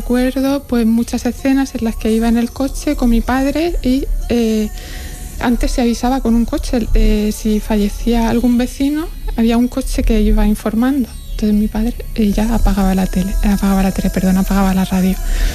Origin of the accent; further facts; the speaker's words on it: Orihuela, Valencian Community, Spain; now in Seville, Spain; yo soy de Orihuela, pero vivía en Los Arrabales, que era la huerta de la Vega Baja, que enlazaba la huerta alicantina con la huerta murciana. Una zona montañosa de bancales por cultivar